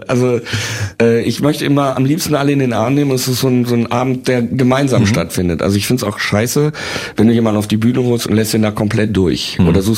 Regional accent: Bielefeld, North Rhine-Westphalia, Germany; Ich bin ja Bielefelder

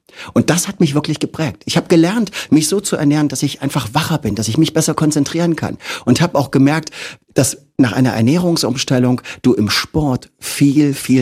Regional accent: Magdeburg, Saxony-Anhalt, Germany

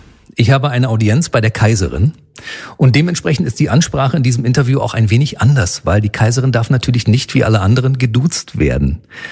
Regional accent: East Germany, Germany; als Ostdeutscher

